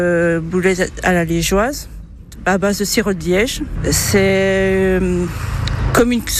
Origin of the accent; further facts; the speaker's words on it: Luxembourg; Et nous venons de Luxembourg. Très joli pays que pas beaucoup de personnes visitent, malheureusement.